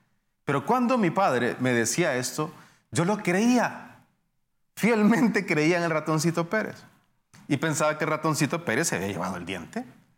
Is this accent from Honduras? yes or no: yes; Honduras; es la historia de cuando estaba pequeño, cuando era un niño, y se me empezaron a caer los dientes. En mi país, aquí en Honduras